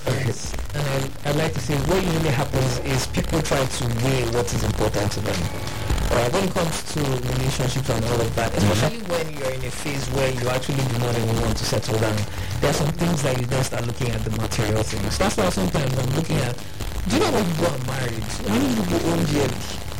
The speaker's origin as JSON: {"language": "English", "country": "Nigeria", "said": "As a Nigerian lady"}